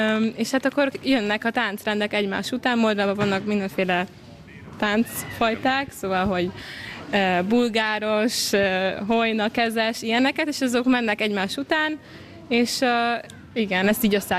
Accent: Vienna, Austria; Én például itt születtem, és én ebbe beleszülettem

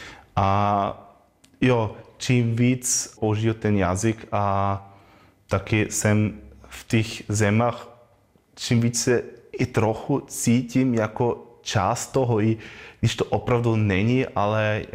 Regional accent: Burgenland, Austria; first language German and Croatian; Czech is a second language; also born or lived in Vienna, Austria; Narodil jsem se ve Vídně, ale moja mamka je Chorvatka z Burgenlandu a moje tatínek je no, Rakoušan z Dolního Rakouska. Takhle vyrostl jsem s oběma jazyky, jako s němčinou a s chorvatštinou a pro mě to od začátku bylo normálně a cítím se i jako Chorvat

